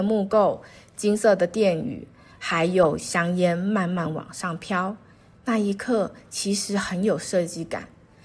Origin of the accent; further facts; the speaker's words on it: Taiwan; Hello， 大家好，